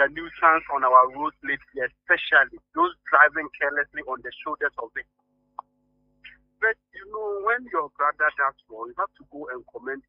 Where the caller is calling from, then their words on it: Cape Coast, Central Region, Ghana; from Cape Coast.